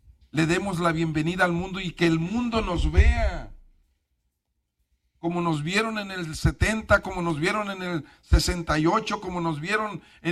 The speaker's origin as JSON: {"language": "Spanish", "country": "Mexico"}